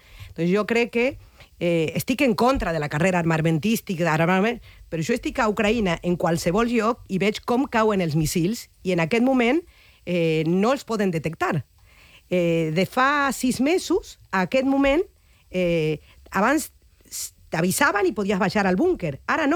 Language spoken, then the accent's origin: Catalan; Argentina; now in Catalonia, Spain